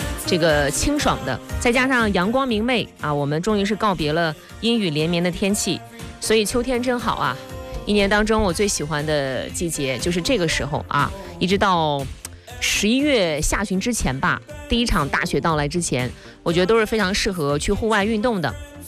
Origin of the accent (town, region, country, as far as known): Shandong, China